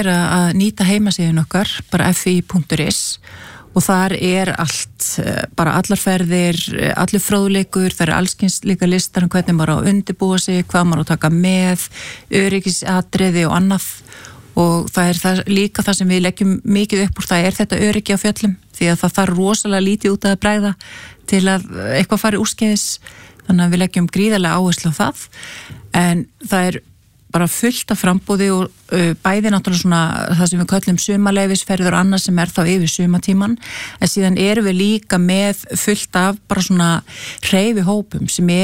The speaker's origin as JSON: {"language": "Icelandic", "town": "Mosfellsbær", "region": "Capital Region", "country": "Iceland", "tie": "born or raised there", "said": "þá var ég að stýra svona verkefni upp í Mosfellsbæ, mínum heimabæ um heilsueflandi samfélag"}